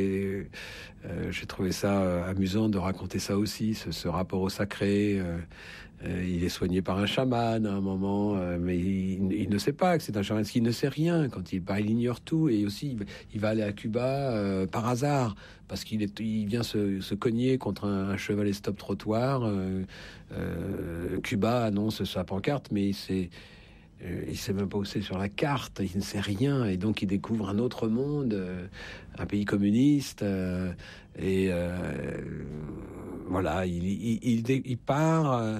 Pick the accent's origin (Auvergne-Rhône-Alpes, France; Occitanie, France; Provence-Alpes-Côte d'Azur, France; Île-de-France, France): Île-de-France, France; Paris; en tant que petit Parisien, je ne connaissais pas Paris, je connaissais juste mon quartier.